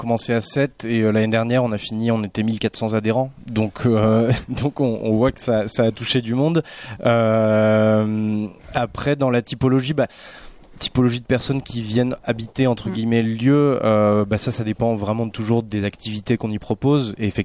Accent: Occitanie, France; moved away as an adult; also born or lived in Belgium; Moi je suis originaire de Lozère, je suis né en Lozère, je suis parti faire mes armes en Belgique, entre autres dans des études de design, graphisme, etc.

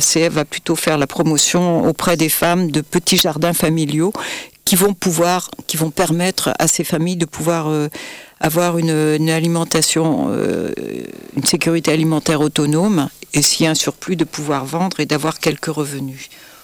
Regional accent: France; chez nous, en France

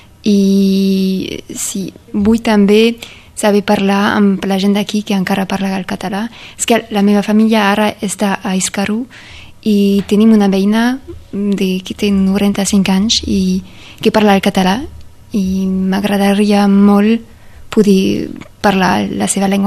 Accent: Germany; Catalan is a second language; jo vaig créixer a Alemanya, però tinc una mare que ve de Perpinyà i que sempre m'ha parlat en francès. Però el meu avi era de Formiguera i encara parlava el català, però la meva mare no

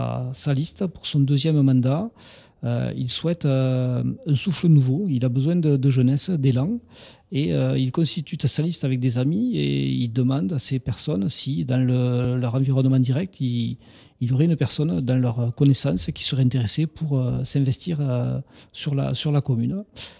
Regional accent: Tarascon, Occitanie, France; born there; je suis né en Ariège en 1970, j'ai aujourd'hui 56 ans.

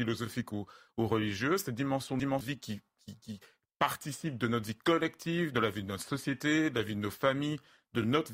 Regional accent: West, Cameroon; Donc, je suis originaire du Cameroun. Je viens d'une région qui a eu sa langue depuis des siècles.

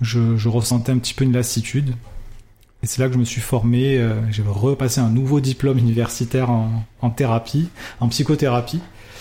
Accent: Montpellier, Occitanie, France; Je suis de Montpellier

